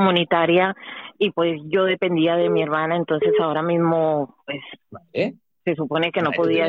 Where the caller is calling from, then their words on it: Madrid, Community of Madrid, Spain; de Vallecas.